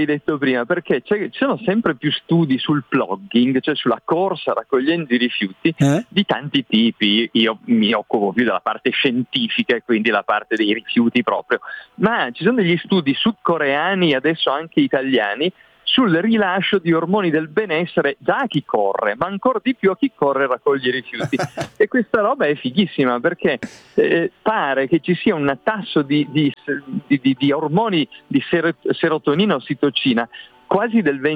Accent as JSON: {"language": "Italian", "region": "Piedmont", "country": "Italy", "said": "per me che sono piemontese"}